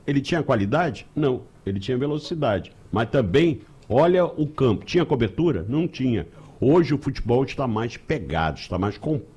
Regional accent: Petrópolis, Rio de Janeiro, Brazil; quando eu era pequeno, criancinha lá em Petrópolis, eu ia no Maracanã com meu pai

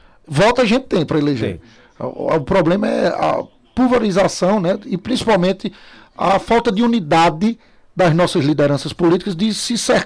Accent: Caruaru, Pernambuco, Brazil; bairristas nós somos de Caruaru

